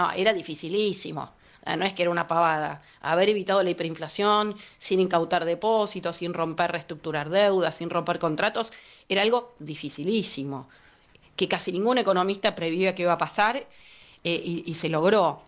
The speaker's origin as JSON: {"language": "Spanish", "country": "Argentina"}